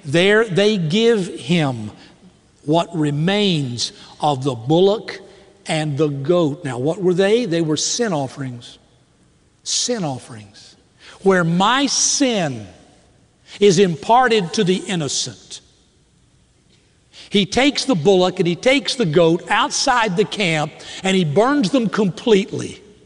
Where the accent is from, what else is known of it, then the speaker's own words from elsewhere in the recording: Southern United States, United States; I'm a Southerner. All Southerners are required to have some kind of Confederate money somewhere in the house. So we can show it to our Northern brethren when they come to visit.